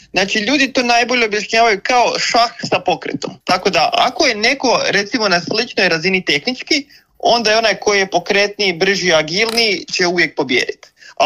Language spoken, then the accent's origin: Croatian; Slavonski Brod, Brod-Posavina County, Croatia; now in Zagreb, Croatia; Ja sam inače iz Slavonskog Broda.